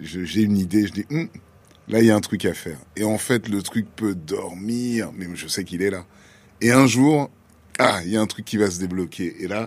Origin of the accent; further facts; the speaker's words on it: Dakar, Senegal; first language French; moved away; also born or lived in Nanterre; j'ai grandi à Dakar